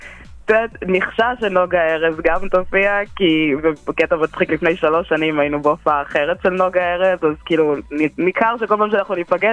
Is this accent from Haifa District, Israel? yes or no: yes; Pardes Hanna-Karkur, Haifa District, Israel; אני מפרדס חנה, שזה לא כזה רחוק